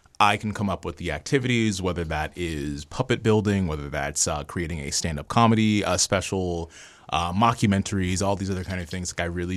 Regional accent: Lowell, Massachusetts, United States; the Lowell High School in Massachusetts, my hometown

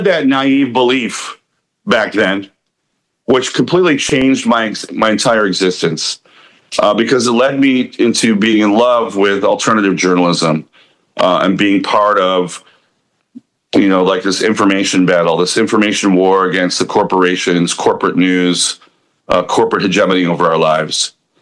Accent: Chicago, Illinois, United States; also born or lived in Downers Grove, Illinois; I grew up in Evergreen Park in Beverly when I was a kid here in Chicago, and moved to Downers Grove.

